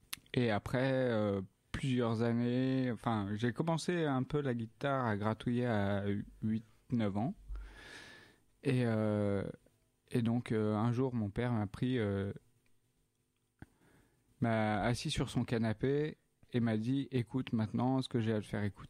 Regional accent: Paris, Île-de-France, France; born there; je suis né à Paris, 13e arrondissement.

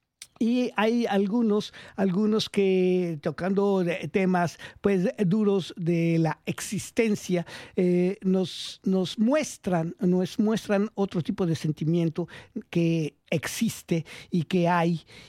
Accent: Mexico City, Mexico; siendo yo un capitalino de la ciudad capital, de la Ciudad de México, cuando llegué por allá es otro tipo de música

